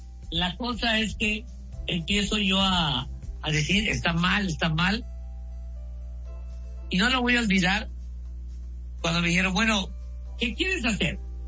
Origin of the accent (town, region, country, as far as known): Mexico